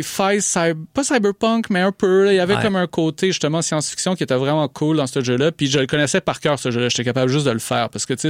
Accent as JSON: {"language": "French", "town": "Montreal", "region": "Quebec", "country": "Canada", "tie": "born or raised there", "said": "Alors, moi, je suis né à Montréal, pur Montréalais. J'ai habité toute ma vie ici."}